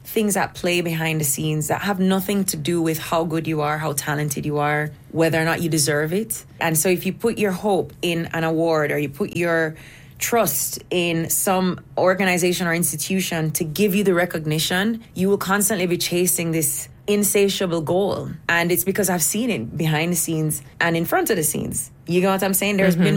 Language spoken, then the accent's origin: English; Jamaica; I'm a Jamaican girl. I'm a reggae artist.